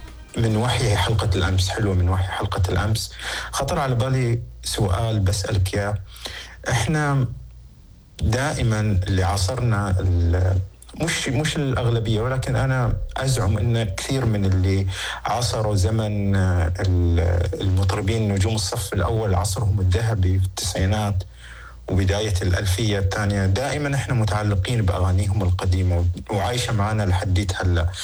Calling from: Saudi Arabia; من السعوديه.

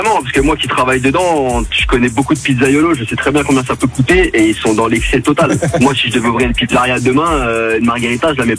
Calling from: Lyon, Auvergne-Rhône-Alpes, France; Je suis de Lyon moi.

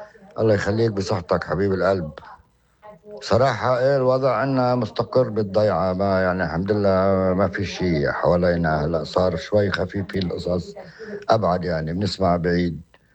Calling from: Deir Mimas, Nabatieh Governorate, Lebanon; نحن فعلا ظلينا يعني بدار أرضنا لحتى نظل نحافظ على ضيعتنا، لأنه نحن ما منتخلى عن درماس وما منتخلى عن المنطقة حتى.

